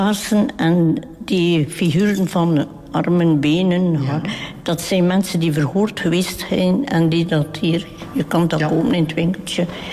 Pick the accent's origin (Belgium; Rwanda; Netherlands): Belgium; Nieuwpoort, Flanders; now in Kortemark, Belgium; Van aan de kust, van Niepoort ben ik.